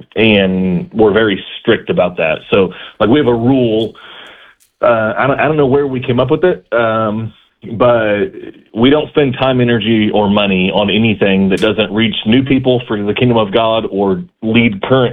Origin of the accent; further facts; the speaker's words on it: Sullivan, Indiana, United States; I am from Sullivan, Indiana. I'm the pastor of Westside Church here in Sullivan.